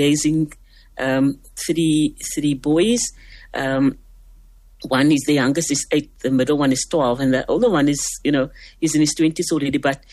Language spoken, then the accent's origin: English; Cape Town, Western Cape, South Africa; I grew up in Rocklands in Mitchell's Plain, and quite close to Monandi Beach.